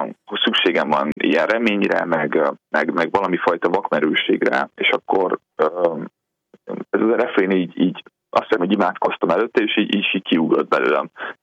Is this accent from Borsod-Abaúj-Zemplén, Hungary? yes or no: yes; Miskolc, Borsod-Abaúj-Zemplén, Hungary; Illetve volt egy helyi közösségünk, én miskolci származású vagyok